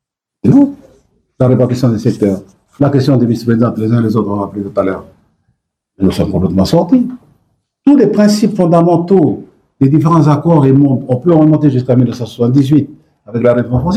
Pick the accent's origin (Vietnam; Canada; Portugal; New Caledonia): New Caledonia; nous, les Kanaks